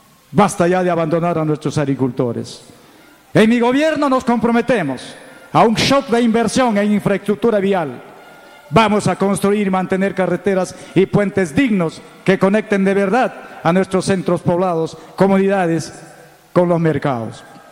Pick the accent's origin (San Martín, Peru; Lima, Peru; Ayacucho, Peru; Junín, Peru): San Martín, Peru; Lamas; born there; he nacido en esta tierra, soy de Lamas